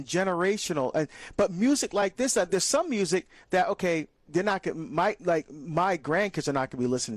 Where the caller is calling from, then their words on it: Texas, United States; I'm listening from Texas on 106.9 radio station.